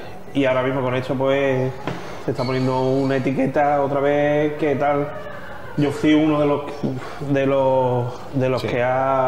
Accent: Barbate, Andalusia, Spain

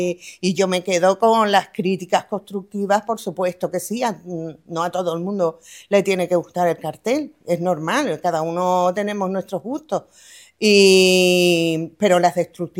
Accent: Madrid, Community of Madrid, Spain; born there; Sí, no, yo es que nací en Madrid, entonces esto es como un recuerdo de mi infancia

